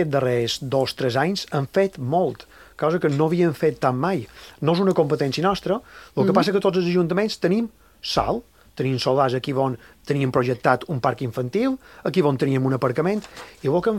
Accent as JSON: {"language": "Catalan", "town": "Maria de la Salut", "region": "Balearic Islands", "country": "Spain", "said": "Maria de Salut, el meu poble"}